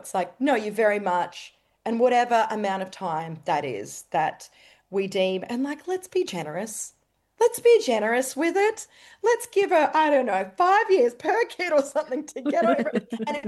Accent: Brisbane, Queensland, Australia; We come from Brisbane

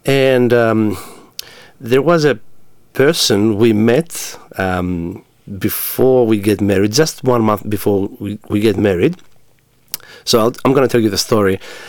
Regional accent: Ionian Islands, Greece; English is a second language; moved away as an adult; now in Australia

